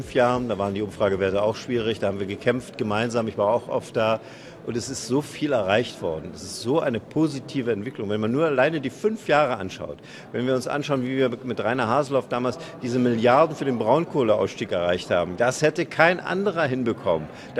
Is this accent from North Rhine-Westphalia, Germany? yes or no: no; Görlitz, Saxony, Germany; Ja, ich bin aufgewachsen in Görlitz